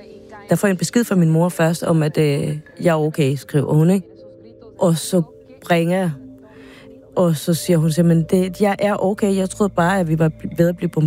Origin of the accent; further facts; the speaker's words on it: Venezuela; now in Denmark; Så det her med at undersøge, jamen altså, hvor slemt er det? Det jeg gør, det er, at jeg hører radio, altså lokal radio fra Venezuela.